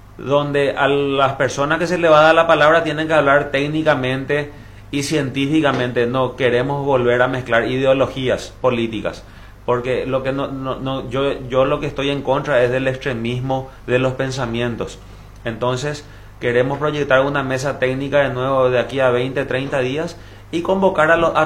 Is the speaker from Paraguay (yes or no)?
yes; Paraguay; todos somos paraguayos